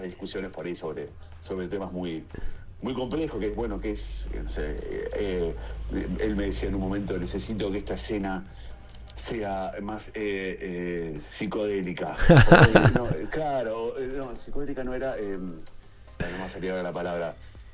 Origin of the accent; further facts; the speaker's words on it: Rosario, Santa Fe, Argentina; now in Buenos Aires, Argentina; estoy más rosarino que nunca, ¿no? Estaba viviendo, soy rosarino, pero estaba viviendo afuera, así que volví hace un año, acá ahora estoy en Capital, ¿no? Estoy en Cava.